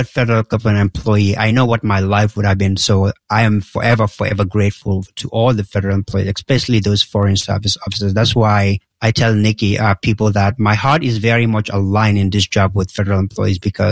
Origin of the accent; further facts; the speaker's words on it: Gambia; now in DMV area, United States; I grew up in Gambia. It's a small country in West Africa